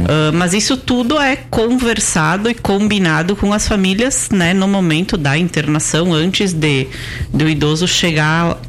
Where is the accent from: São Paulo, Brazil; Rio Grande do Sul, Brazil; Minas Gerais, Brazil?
Rio Grande do Sul, Brazil; Veranópolis; now in Vila Flores, Brazil; É, eu sou natural de Veranópolis e moro em Vila Flores